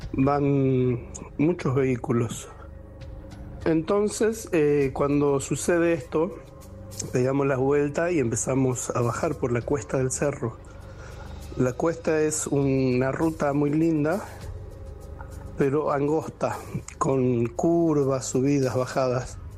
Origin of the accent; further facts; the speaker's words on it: Tafí Viejo, Tucumán, Argentina; now in Villa de Mayo, Argentina; Oriundo de Tucumán, de Tafí Viejo. Como somos tucumanos con mi pareja, con mi compañera